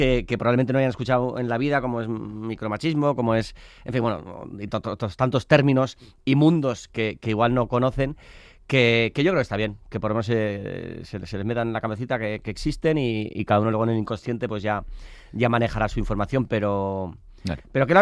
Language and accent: Spanish; San Sebastián, Basque Country, Spain